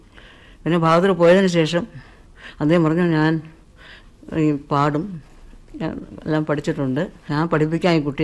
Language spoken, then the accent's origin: Malayalam; Elavannur, Kerala, India; also born or lived in Parassala; അപ്പൊ ഞാൻ ജനിച്ചത് പാറശാലയാണ്. അച്ഛൻ സ്കൂൾ ടീച്ചറായിരുന്നു. അച്ഛന് പ്രൊമോഷനായിട്ട് അടൂറിൻ്റെ അടുത്ത് ഒരു നാട്ടിൻപുറം ഇളവണ്ണൂർ എന്നുള്ള സ്ഥലത്ത് ഒരു പ്രൈമറി സ്കൂൾ ഹെഡ് മാസ്റ്ററായിട്ട് പ്രൊമോഷൻ കിട്ടി.